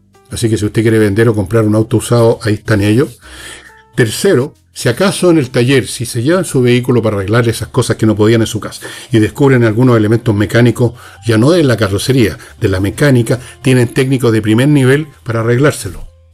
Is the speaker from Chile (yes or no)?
yes; Chile; yo soy chileno